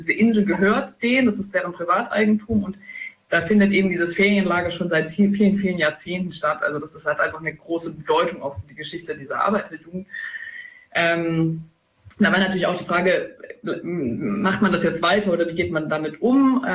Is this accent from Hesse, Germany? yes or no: no; Jena, Thuringia, Germany; Wir haben es ja am Anfang gesagt, wir kommen aus Jena, und das ist vielleicht schon auch noch ein wichtiger Bezugpunkt.